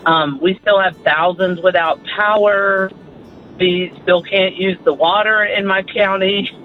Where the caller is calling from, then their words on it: Pensacola, Florida, United States; Hi, I'm calling from Pensacola, Florida, where we just went through Hurricane Isaias.